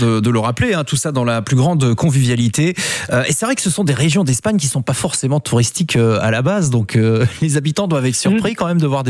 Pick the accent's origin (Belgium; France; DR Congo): Belgium; Chez nous en Belgique